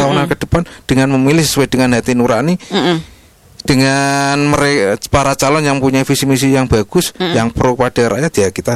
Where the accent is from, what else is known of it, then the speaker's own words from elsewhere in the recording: Java, Indonesia; kita orang Jawa